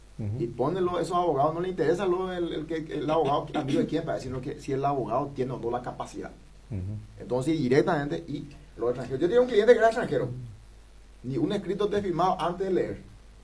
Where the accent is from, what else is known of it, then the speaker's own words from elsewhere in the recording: Paraguay; nosotros los paraguayos